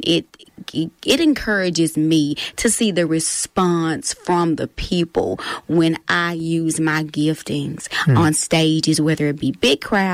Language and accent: English; Arkansas, United States; because I am from Arkansas, but it really speaks volumes of the what a woman from the South usually, you know, entails.